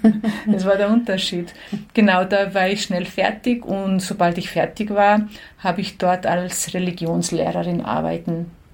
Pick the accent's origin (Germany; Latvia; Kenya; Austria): Austria; Salzburg; born there; also born or lived in Croatia; Also eigentlich bin ich in Salzburg geboren. Meine Eltern waren Gastarbeiter hier in den 70ern und hatten damals niemanden, der auf mich aufpassen konnte. Und deshalb schickten sie mich als Baby zu meinen Großeltern nach Kroatien.